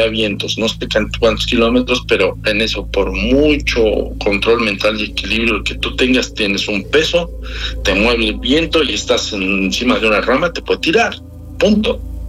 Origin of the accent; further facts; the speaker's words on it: Mexico; Yo jamás, es más, ni siendo mexicano, soy así como, claro, idiático.